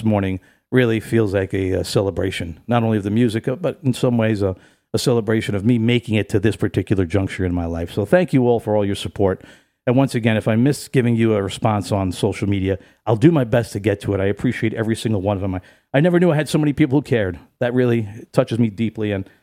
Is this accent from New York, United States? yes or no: yes; New York City, New York, United States; My best friend, Dean Antoshiewicz, who lived next door to me growing up in Brooklyn